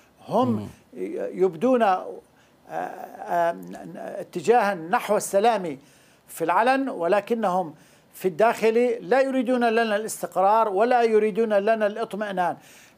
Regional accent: Syria; فنحن جاهزون كسوريين

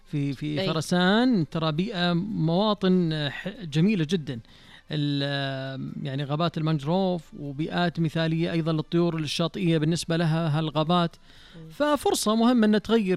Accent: Jazan Province, Saudi Arabia; في تنوع عندنا في جازان

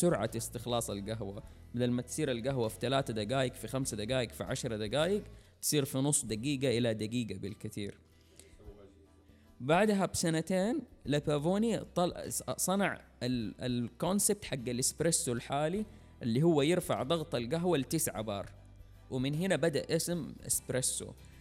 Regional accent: Saudi Arabia; عندنا في السعودية

